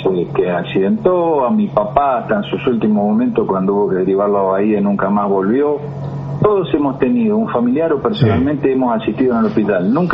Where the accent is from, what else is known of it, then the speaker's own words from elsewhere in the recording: Punta Alta, Buenos Aires Province, Argentina; Somos todos de Punta Alta